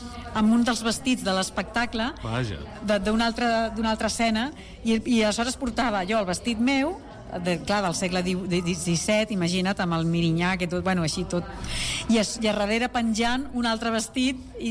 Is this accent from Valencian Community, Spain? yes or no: no; Barcelona, Catalonia, Spain; now in Madrid, Spain; Perquè sóc del Mediterrani. I quan vaig marxar tan jovenet a viure a Madrid, sempre m'he enyorat molt del mar